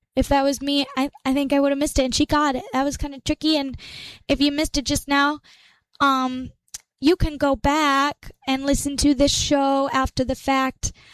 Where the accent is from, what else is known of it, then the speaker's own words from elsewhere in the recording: Detroit, Michigan, United States; now in Fairbanks, United States; my hometown, Detroit, Michigan.